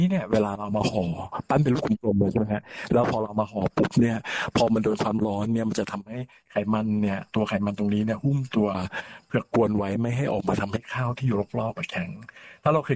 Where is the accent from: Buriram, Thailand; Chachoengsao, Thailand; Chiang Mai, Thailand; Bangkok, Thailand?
Bangkok, Thailand; เป็นคนกรุงเทพครับคนเยาวราชครับ